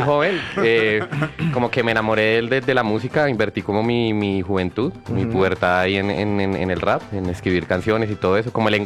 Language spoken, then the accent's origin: Spanish; Bogotá, Colombia; Yo soy de Kennedy.